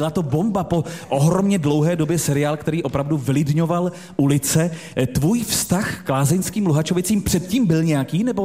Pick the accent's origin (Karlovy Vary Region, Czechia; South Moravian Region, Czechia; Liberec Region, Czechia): Karlovy Vary Region, Czechia; Sokolov; born there; já, co se narodil v Sokolově, v naší hnědouhelné hezké pánvi